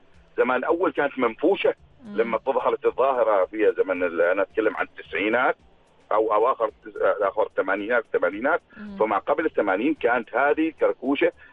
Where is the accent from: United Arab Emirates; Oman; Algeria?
Oman; نحن يعني كعمانيين